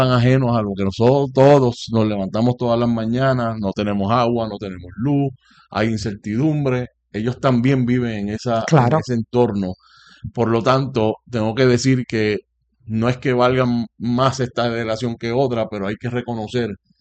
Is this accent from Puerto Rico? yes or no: yes; Vega Baja, Puerto Rico; de Vega Baja, de mi pueblo.